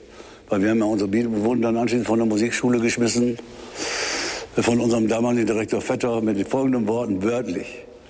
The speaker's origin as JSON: {"language": "German", "town": "Münster", "region": "North Rhine-Westphalia", "country": "Germany", "said": "du wohnst in Gronau, wir kommen aus Münster und dann auch noch in der Mitte ist Ochtrup."}